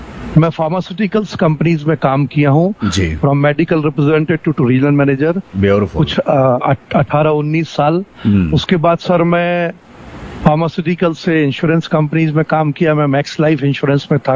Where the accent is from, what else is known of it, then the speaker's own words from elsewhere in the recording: Jabalpur, Madhya Pradesh, India; मैं जबलपुर का रहने वाला हूँ, जबलपुर मध्य प्रदेश में आता है